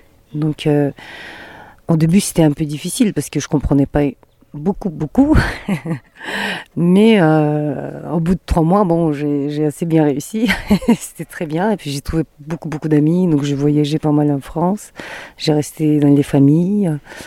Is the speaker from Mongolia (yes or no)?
yes; Ulaanbaatar, Mongolia; French is a second language; Tout à fait, parce que je suis native d'Oulan-Bator et puis ma famille, elle voyageait pas beaucoup. Et puis, j'ai voyagé en Russie, j'ai voyagé en France, mais j'ai jamais voyagé en Mongolie avant.